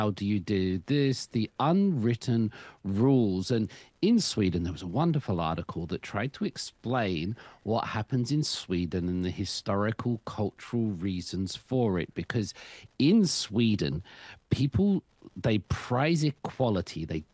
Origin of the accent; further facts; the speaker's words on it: United Kingdom; I, as a British person